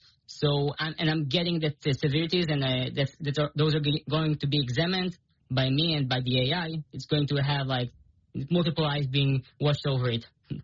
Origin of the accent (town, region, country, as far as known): Israel; accent: Israeli